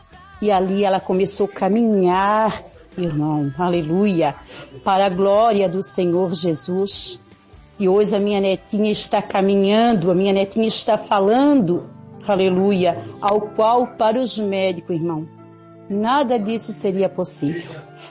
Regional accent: Porto Belo, Brazil; eu sou aqui de Porto Belo, moro no interior de Sertão de Santa Luzia.

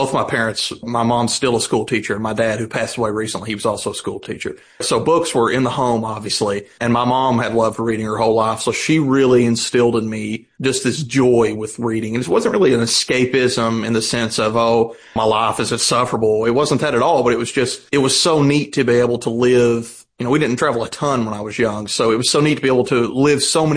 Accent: Kentucky, United States; It's obviously very rural. I'm from Kentucky. District 5. It's the congressional district.

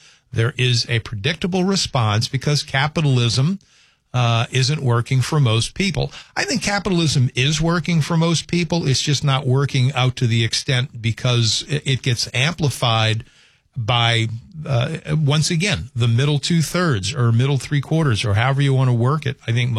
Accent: Southern US, United States; and I should know this as a Southerner, but I completely forgot

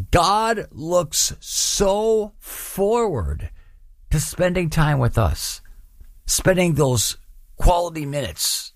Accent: Mundelein, Illinois, United States; This morning, I had an eye doctor appointment in my hometown where I grew up, Monday.

